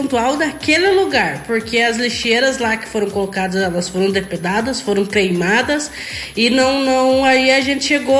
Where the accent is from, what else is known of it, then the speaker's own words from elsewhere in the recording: Bituruna, Paraná, Brazil; now in Mallet, Brazil; Eu venho de Bituruna lá não tinha rota no interior, não tinha coleta no interior. Eu me criei no interior